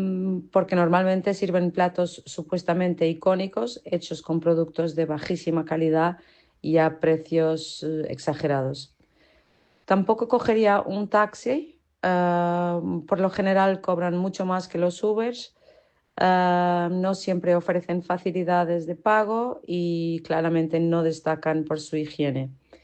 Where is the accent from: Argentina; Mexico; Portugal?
Portugal; Lisbon; Spanish is a second language; Pues yo, como portuguesa que vive en Lisboa, evitaría por completo coger uno de esos tuk-tuks con guías que no saben nada de la ciudad